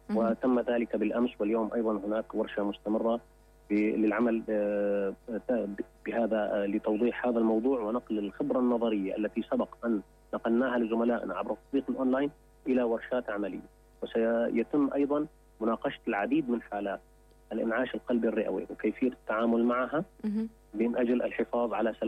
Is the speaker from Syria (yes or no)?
yes; Syria; now in Germany; بلدنا سوريا